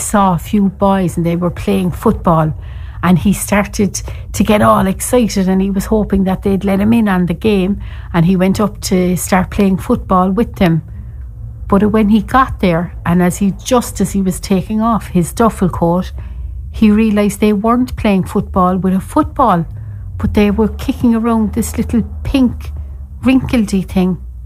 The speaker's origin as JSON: {"language": "English", "town": "Cork", "region": "Munster", "country": "Ireland", "said": "I am the storyteller from Cork."}